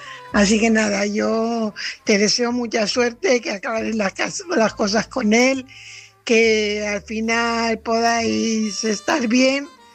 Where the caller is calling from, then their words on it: Fuenlabrada, Community of Madrid, Spain; Hola, buenas noches, Álvaro. … corresponsal de Fuenlabrada.